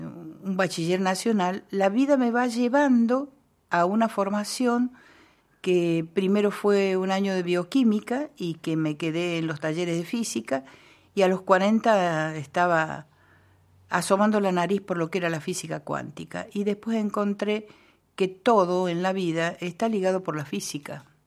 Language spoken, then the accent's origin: Spanish; Córdoba, Argentina; como buena cordobesa serrana soy refranera